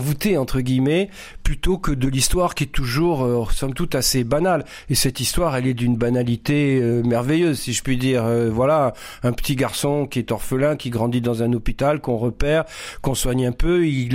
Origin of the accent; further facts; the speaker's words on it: Carthage, Tunis Governorate, Tunisia; born there; moved away; si ce livre, je l'ai mis à Carthage, c'est parce que, au fond, moi, j'ai vécu une enfance extrêmement heureuse dans ce pays.